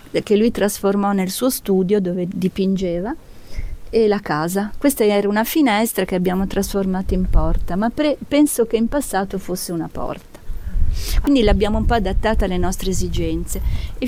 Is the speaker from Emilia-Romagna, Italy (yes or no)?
no; Chiavari, Liguria, Italy; also born or lived in Province of Pavia; Io sono nata in provincia di Pavia, dove è nata la mia famiglia. Però poi ho sempre vissuto a Chiavari